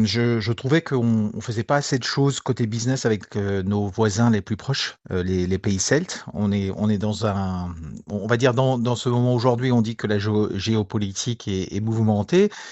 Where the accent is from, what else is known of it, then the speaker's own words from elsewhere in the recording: Brittany, France; chez nous en Bretagne